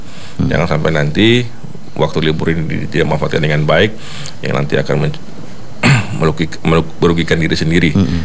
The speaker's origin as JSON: {"language": "Indonesian", "town": "Jayapura", "region": "Papua", "country": "Indonesia", "said": "ini loh kita, orang Jayapura, ini loh kita, kota Jayapura."}